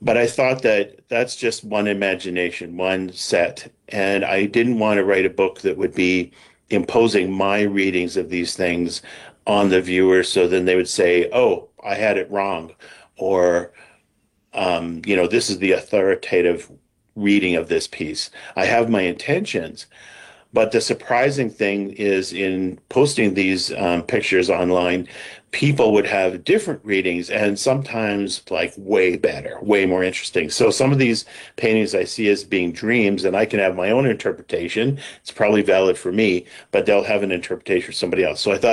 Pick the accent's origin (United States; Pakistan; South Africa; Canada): Canada; Alberta; We're both from Alberta.